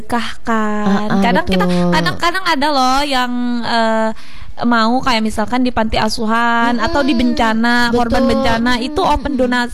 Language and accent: Indonesian; Pulang Pisau, Central Kalimantan, Indonesia; born there; Aku kan aslinya pulang pisau. Aku aslinya Jawa loh.